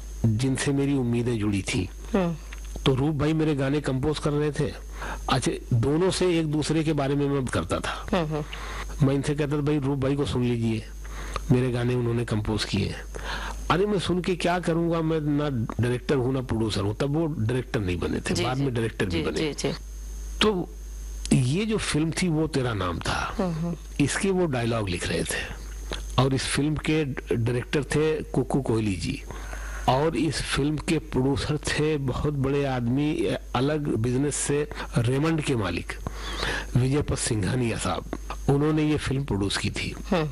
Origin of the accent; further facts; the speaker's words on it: Surat, Gujarat, India; now in Mumbai, India; तो मैं सूरत से मुंबई आ गया 2001 फरवरी में